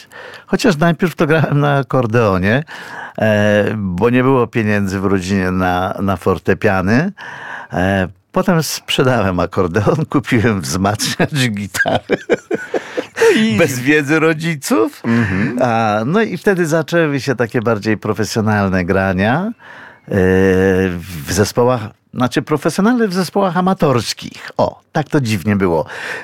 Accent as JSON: {"language": "Polish", "town": "Łódź", "region": "Łódź Voivodeship", "country": "Poland", "said": "Jestem łodzianinem."}